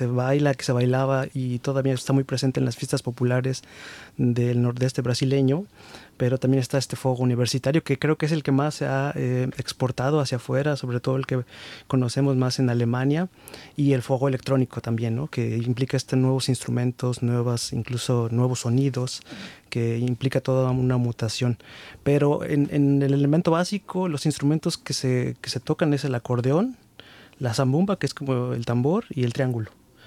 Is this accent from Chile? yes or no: no; Mexico; now in Germany; conozco un alemán que se siente más mexicano que yo.